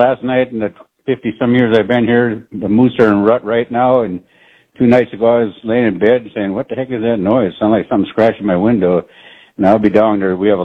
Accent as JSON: {"language": "English", "region": "Wisconsin", "country": "United States", "tie": "born or raised there", "also_born_or_lived": "Alaska", "moved": "as an adult", "said": "I was raised in Wisconsin"}